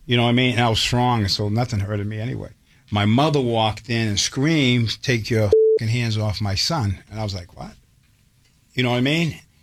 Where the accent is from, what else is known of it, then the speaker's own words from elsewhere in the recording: Revere, Massachusetts, United States; also born or lived in Boston / East Boston / North End; I was born in Boston, grew up in Revere. Lived in East Boston and lived in the North End. I had the benefits of three cities.